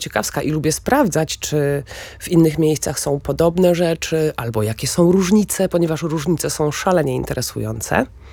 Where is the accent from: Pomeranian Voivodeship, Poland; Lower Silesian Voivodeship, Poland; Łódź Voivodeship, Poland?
Lower Silesian Voivodeship, Poland; born there; moved away; urodziłam się na Dolnym Śląsku, więc moi dziadkowie wszyscy przyjechali w tamto miejsce z zupełnie innych miejsc.